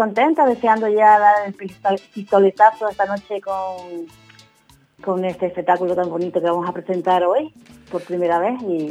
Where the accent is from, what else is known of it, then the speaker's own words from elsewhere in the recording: Teror, Canary Islands, Spain; born there; Yo nací en Teror, nací en casa de mi abuelita, con una comadrona que no me acuerdo cómo se llamaba, la comadrona que había en aquel entonces, y nací en casa de mi abuela.